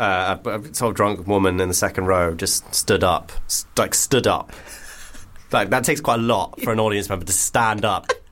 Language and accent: English; Bristol, South West England, United Kingdom; I'm from Bristol